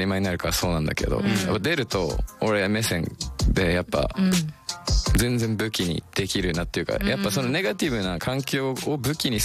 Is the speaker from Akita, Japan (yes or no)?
yes; Akita, Japan; 自分の地元秋田市の津崎ってところなんですけど、そこはちょっとだんだんこう一つにまとまってきてて